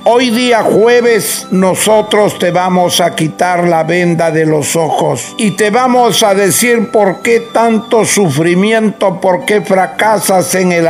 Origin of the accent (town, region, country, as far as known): northern Peru, Peru